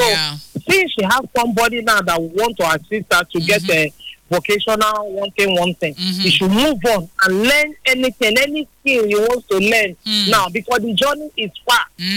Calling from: Woji, Rivers, Nigeria; Yeah, I'm calling from Woji.

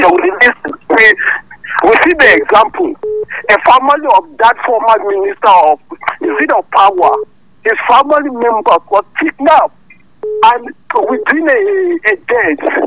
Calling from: Pankshin, Plateau, Nigeria; I'm calling you from Jiblik, sir.

